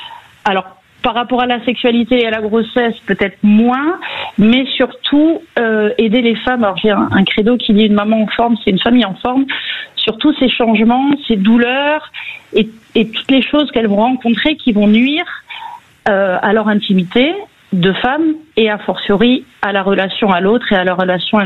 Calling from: Nouvelle-Aquitaine, France

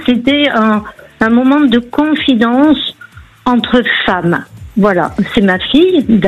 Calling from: Landes, Nouvelle-Aquitaine, France; Je vous appelle des Landes.

